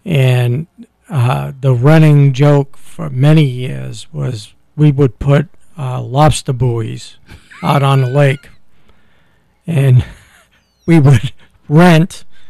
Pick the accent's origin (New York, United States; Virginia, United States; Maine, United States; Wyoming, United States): Maine, United States; Portland; moved away; Where I grew up in Portland was a harbor town, so you always had a good breeze coming in off the ocean.